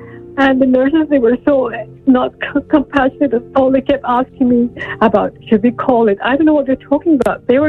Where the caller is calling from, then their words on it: Paris, Île-de-France, France; Thanks for taking my call. I'm calling you from Paris.